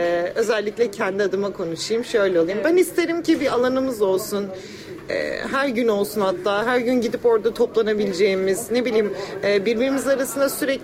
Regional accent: Istanbul, Turkey; born or raised there

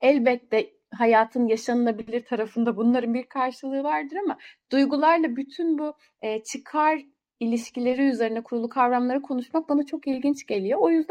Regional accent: Istanbul, Turkey; Ankara övmen bir İstanbullu olarak beni çok şaşırttı.

